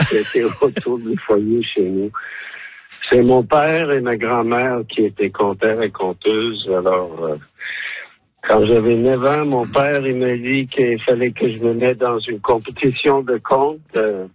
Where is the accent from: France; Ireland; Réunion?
Ireland; French is a second language; moved away; moi je viens du sud-ouest de l'Irlande. On appelle ça la dernière paroisse avant l'Amérique. C'est l'extrême point à l'ouest de l'Europe. Et on a les montagnes derrière nous et la mer devant.